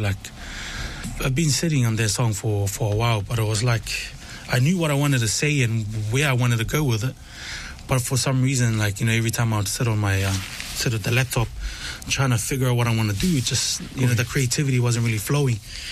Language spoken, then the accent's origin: English; Tonga; also born or lived in Australia; Born and raised in Australia, but I was I grew up in Tonga.